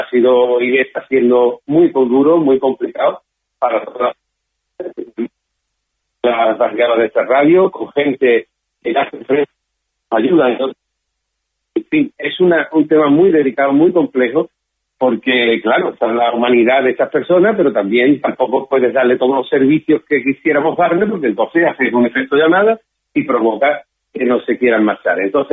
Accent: Ceuta, Spain; es todo el pueblo de Ceuta, nosotros también somos pueblo de Ceuta y vamos a estar.

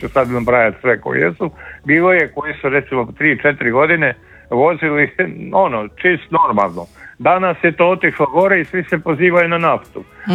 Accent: Karlovac, Karlovac County, Croatia; Ja inače zovem pokraj Karlovca, iz Karlovca sam

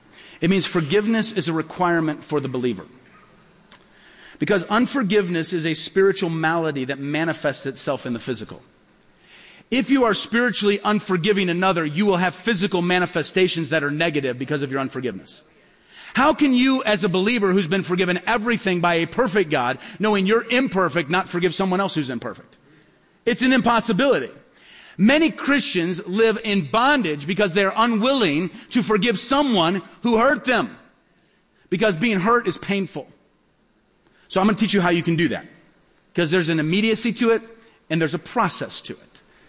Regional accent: Peoria, Illinois, United States; born or raised there

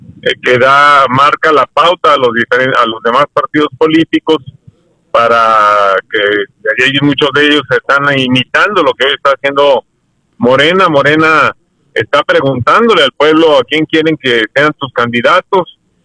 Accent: Ciudad Juárez, Chihuahua, Mexico; Benito Juárez, llevamos su nombre en nuestra propia ciudad.

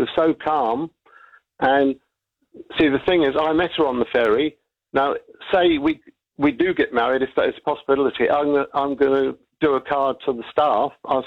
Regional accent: Half Moon Bay, Auckland, New Zealand; Half Moon Bay.

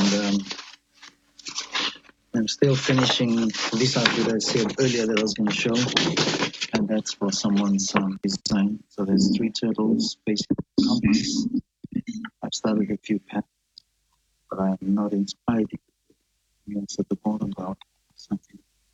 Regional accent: Fiji; now in New Zealand; And I was also, I was born and raised in Fiji as well. So I've got Rotuma, I've got Italy and Fiji.

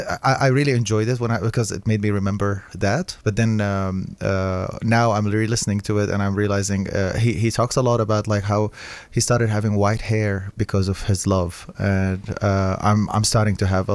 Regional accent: Aleppo, Aleppo Governorate, Syria; I'm from Aleppo, Syria, and I was there during the war

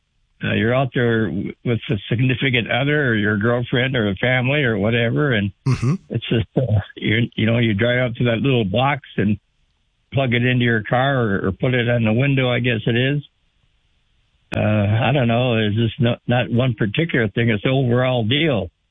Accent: Perham, Minnesota, United States; I grew up in Perm, Minnesota

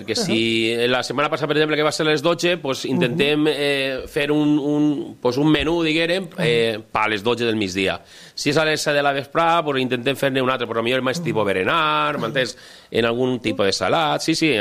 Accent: Cocentaina, Valencian Community, Spain; nosaltres, independentment de que som de Cocentaina, així en Alcoy és una barbaritat.

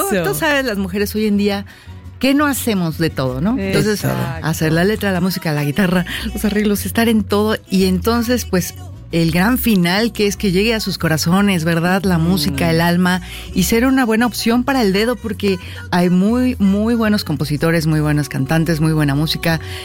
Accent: Mexico; Pero también el seguir viviendo como mujer mexicana en México, pues me fui dando cuenta de que es un país que yo he decidido amarlo con mis canciones, pero es un país duro de vivir.

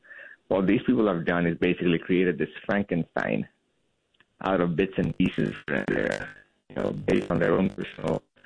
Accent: Bangladesh; now in United States; And I'm originally from Bangladesh.

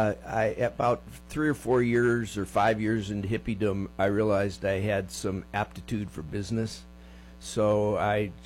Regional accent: Eden, New York, United States; I lived on a farm in Eden, New York, north of south of Buffalo.

